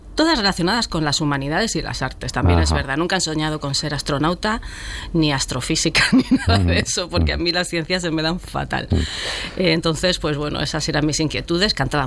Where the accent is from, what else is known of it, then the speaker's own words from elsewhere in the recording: Albox, Andalusia, Spain; born there; also born or lived in Sabadell; Yo considero que me he formado como persona, mi adolescencia todo en Albox, y adoro Andalucía, me considero andaluza.